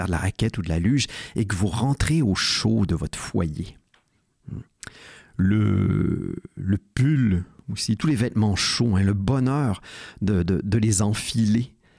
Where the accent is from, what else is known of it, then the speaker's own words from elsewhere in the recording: Quebec, Canada; comme je viens du Québec